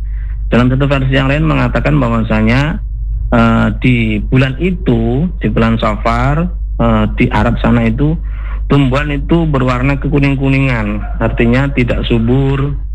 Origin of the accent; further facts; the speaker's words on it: Java, Indonesia; kita orang Jawa